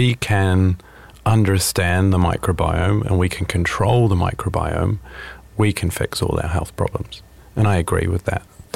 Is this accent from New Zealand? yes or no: yes; New Zealand; I say kumara because I'm from New Zealand and that's what we call it.